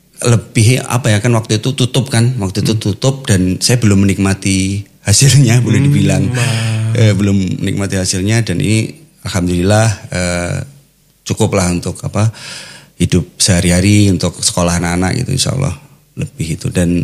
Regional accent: Tulungagung, East Java, Indonesia; also born or lived in Jakarta / Surabaya

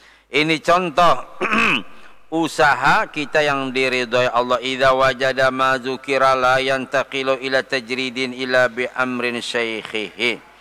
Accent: South Kalimantan, Indonesia; kami Banjar bahari kakan-kakan yang nyebat lapri.

